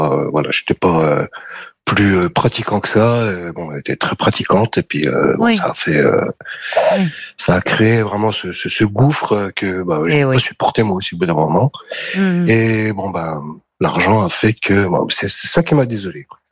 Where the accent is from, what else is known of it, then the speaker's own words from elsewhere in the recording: France; born there; je suis né en France.